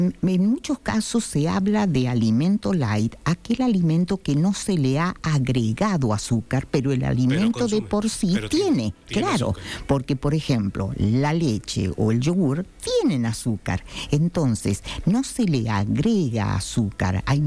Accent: San Juan, Argentina

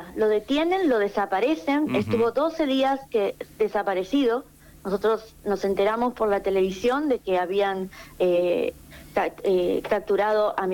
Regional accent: Argentina

